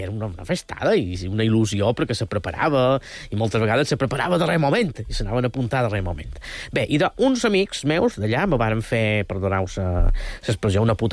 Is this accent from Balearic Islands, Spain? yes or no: yes; Banyabufar, Balearic Islands, Spain; En el meu poble, Banyabufar, som un poquet més originals.